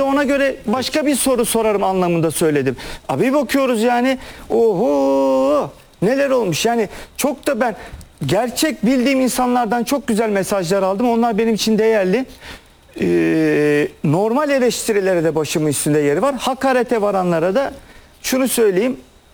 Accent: Istanbul, Turkey; gençliğimiz dediğim gibi Fulya'da, Şanakten'de, oralar bomboştu. Toprak saydı oralar. Şeref stadında çocukluğum geçti benim. Top oynadım, denize girdim. Orada Necdet abilerle, işte Ziya abilerle falan büyüdük biz ya. Biz Beşiktaş'ın içinde insanlarız.

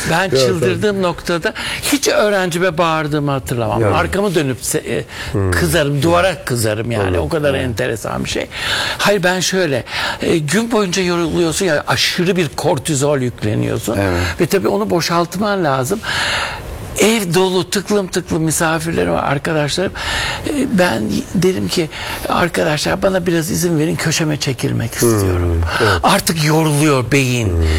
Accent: Istanbul, Turkey; Tabii öyle Anadolu'da falan değil. İstanbul'da doğdum, büyüdüm.

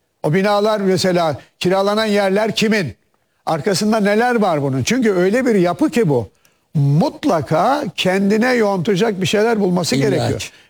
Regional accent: Istanbul, Turkey; Bir İstanbullu olarak ben şunu sorarım.

